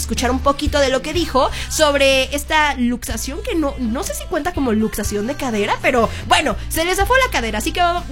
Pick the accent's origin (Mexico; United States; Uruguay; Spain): Mexico; Guerrero; Porque yo soy de Guerrero